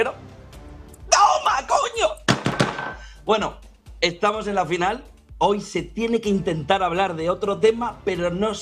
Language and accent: Spanish; Alicante, Valencian Community, Spain; Francia parecía el Hércules. Y yo soy de Alicante.